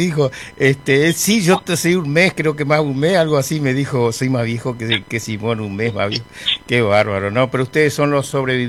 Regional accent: Colonia Santa Elena, Chaco, Argentina; moved away; Yo vivía. Yo soy de Colonia Santa Elena, Chaco.

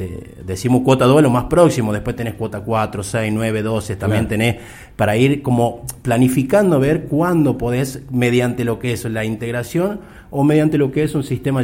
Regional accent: Las Lajitas, Salta, Argentina; moved away as an adult; now in Salta, Argentina; Nací y criado en Las Lajitas.

